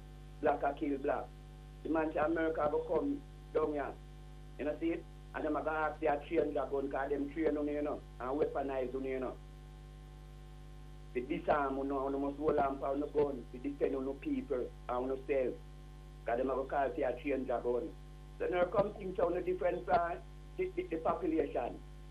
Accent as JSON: {"language": "English", "country": "Jamaica", "said": "we are Jamaican."}